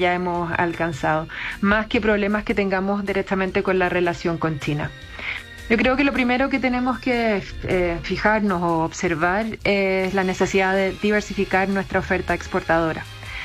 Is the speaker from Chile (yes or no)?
yes; Chile